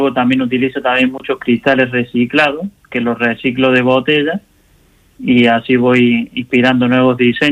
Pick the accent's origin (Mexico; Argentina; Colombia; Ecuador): Argentina; also born or lived in Andalusia; now in Murcia, Spain; No, hace 2 años estoy aquí en la región de Murcia y soy argentino y he estado en Andalucía.